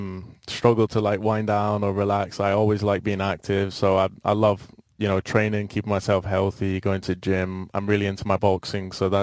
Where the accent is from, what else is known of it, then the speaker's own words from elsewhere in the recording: Aberdeen, Scotland, United Kingdom; Yeah, I grew up in Aberdeen, Scotland